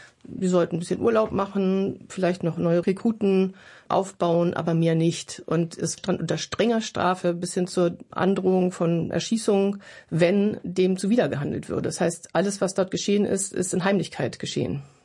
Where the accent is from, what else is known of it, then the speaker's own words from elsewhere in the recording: Germany; accent: German; ich hatte als junger Mensch immer mal wieder mit einerseits meiner Identität als Deutscher zu tun. Ich konnte mich nicht identifizieren mit meinem Deutschsein. Ich habe mich geschämt, Deutsche zu sein.